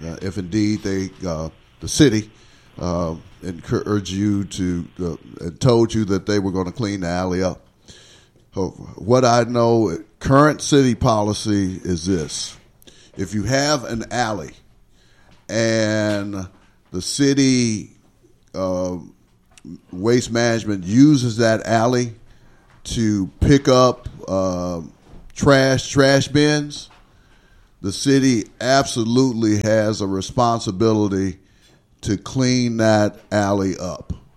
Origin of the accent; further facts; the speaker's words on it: Riceville, Arkansas, United States; now in Little Rock, United States; I'm from Riceville, and when I was young, the Economic Opportunity Agency, EOA, had a summer youth program that employed youth like me when I was 14, 15 years old